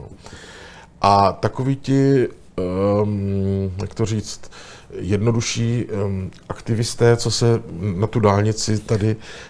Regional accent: Tišnov, South Moravian Region, Czechia; born there; Modrá a žlutá jsou barvy mého rodného města Tišnova.

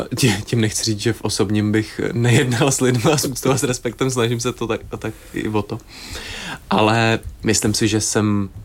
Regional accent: Havlíčkův Brod, Vysočina Region, Czechia; To je hrozně hezká otázka, protože se tam mimo jiné strašně rád vracím. Mám to tam fakt rád. A naskakuje mi samozřejmě moje základka.

